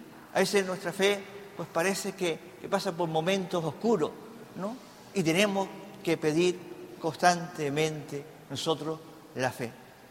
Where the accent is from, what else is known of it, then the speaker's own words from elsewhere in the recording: Teror, Canary Islands, Spain; soy aquí de Teror, ¿no? Mi gente, mi familia es de Osorio, ¿no, Ramón? ¿No? Del Pico de Osorio. Soy bisnieto, nieto e hijo de campesinos, de agricultores y de ganaderos